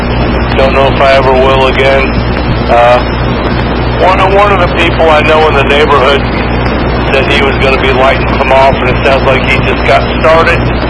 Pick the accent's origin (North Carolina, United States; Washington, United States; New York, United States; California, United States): New York, United States; moved away; I grew up in New York